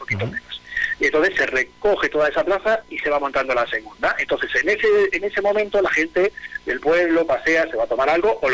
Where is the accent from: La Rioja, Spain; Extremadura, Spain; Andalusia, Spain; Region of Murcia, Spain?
Extremadura, Spain; Sabéis que nosotros somos aquí de Campraño, en el norte de los Ibores.